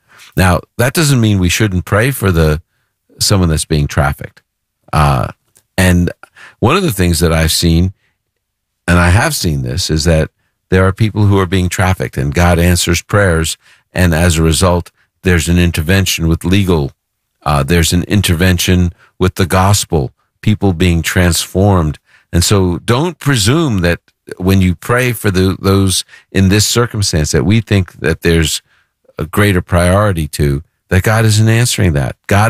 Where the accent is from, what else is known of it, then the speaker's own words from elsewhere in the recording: New York City, New York, United States; because I'm from Brooklyn.